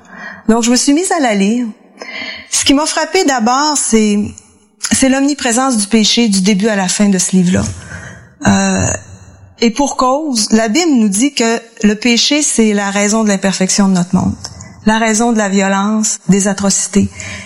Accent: Saguenay, Quebec, Canada; Moi, j'ai grandi au Saguenay, dans une famille très chaleureuse, avec un père italien.

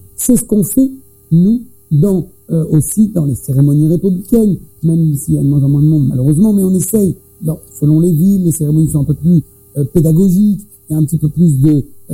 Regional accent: France; ce pays dans lequel je suis né, j'ai grandi.

